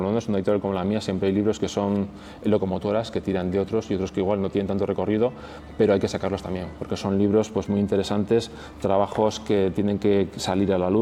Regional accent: Pamplona, Navarre, Spain; Yo soy del barrio de La Chantrea, el barrio mítico que … dio a conocer, y de toda la vida pues me he criado con su música

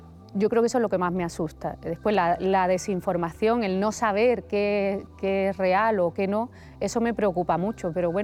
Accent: Málaga, Andalusia, Spain; Yo, como andaluza

